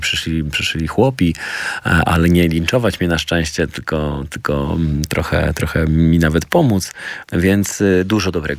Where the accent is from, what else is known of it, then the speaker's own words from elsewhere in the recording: Zielona Góra, Lubusz Voivodeship, Poland; moved away; pojechaliśmy do Zielonej Góry i tam pamiętam właśnie moje rodzinne miasto.